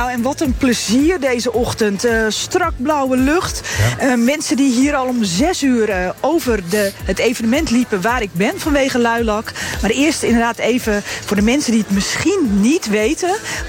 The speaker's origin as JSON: {"language": "Dutch", "region": "North Holland", "country": "Netherlands", "tie": "born or raised there", "said": "Want ik kom uit West-Friesland."}